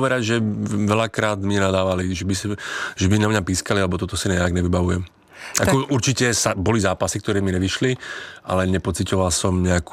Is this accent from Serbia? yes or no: no; Slovakia; now in Czech Republic; To je pravda, jako faním samozřejmě i českému národňáku, ale stále jsem Slovák, takže v prvom radě slovenskému.